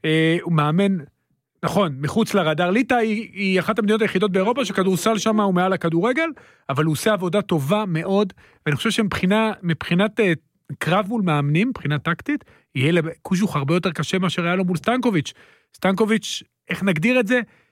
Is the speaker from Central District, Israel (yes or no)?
yes; Netanya, Central District, Israel; אני ברשותך מעט נתניאתי פרובינציאלי, המאמן שנתיים מתחתיי במכבי נתניה, גדלנו ביחד בשכונת בן ציון